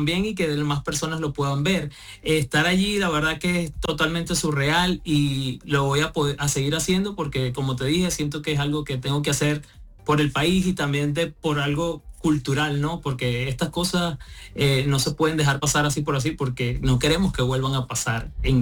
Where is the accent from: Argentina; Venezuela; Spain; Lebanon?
Venezuela